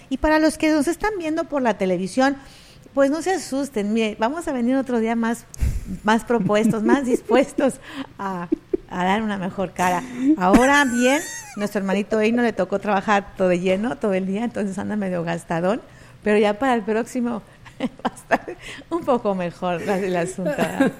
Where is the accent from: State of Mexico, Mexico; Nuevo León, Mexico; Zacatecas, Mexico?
Nuevo León, Mexico; Monterrey; Sí, yo soy de Monterrey, bellísima.